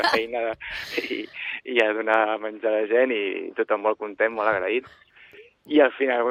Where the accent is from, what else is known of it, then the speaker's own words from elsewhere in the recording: Sitges, Catalonia, Spain; also born or lived in Sant Pere de Ribes; marxant del meu poble de Sitges i anant a Ribes.